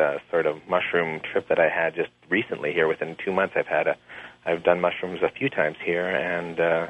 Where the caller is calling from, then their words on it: Oakville, Ontario, Canada; I'm calling from Oakville, Ontario.